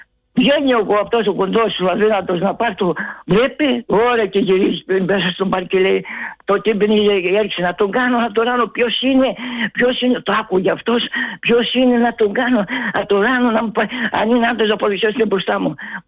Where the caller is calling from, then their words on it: Athens, Attica, Greece; από Παγκράτη.